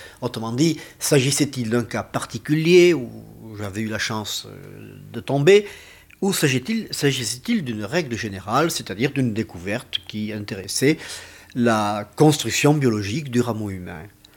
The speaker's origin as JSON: {"language": "French", "region": "Southern France", "country": "France", "accent": "Midi", "said": "Moi, j'arrivais très intimidé avec mon accent du Midi. Vous savez, je ne connaissais pas Paris, je me perdais dans le métro."}